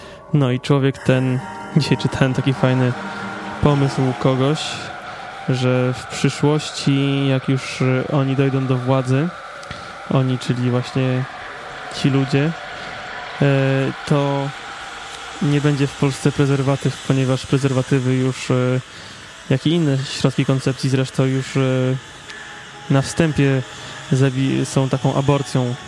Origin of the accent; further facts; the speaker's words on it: Warmian-Masurian Voivodeship, Poland; który jest z okolic mojego rodzinnego miasta, czyli z Warmii.